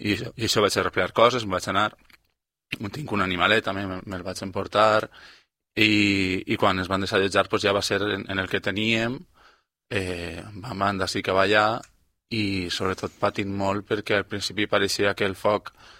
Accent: Artana, Valencian Community, Spain; jo soc d'Artana

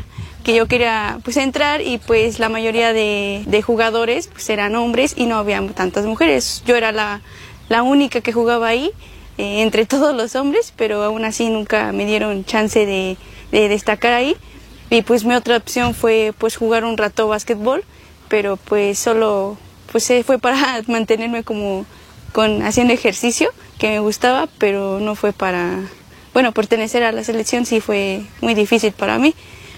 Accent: Tulancingo, Hidalgo, Mexico; soy de aquí de Tlancingo.

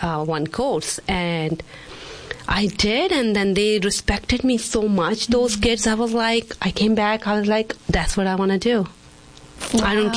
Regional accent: Dalhousie, Himachal Pradesh, India; English is a second language; It's up in the foothill of Himalayas. Dalhousie. It's north part of the India up. Mountains, and it's a very beautiful town, and they call it the mini Switzerland.

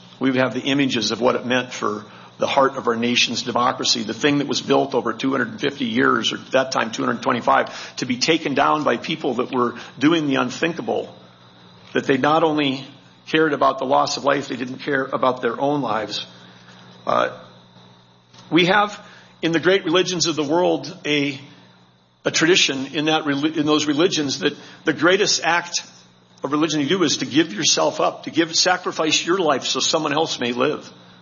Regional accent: North Dakota, United States; I'm from North Dakota

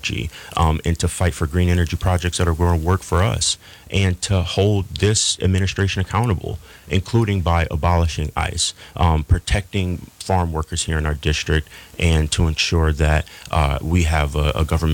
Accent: Battle Creek, Michigan, United States; I was born and raised in Battle Creek, just down the road, a lifelong member of the Nottawasippi here in Band of Potawatomi.

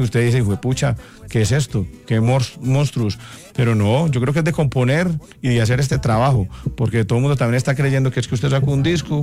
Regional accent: Colombia

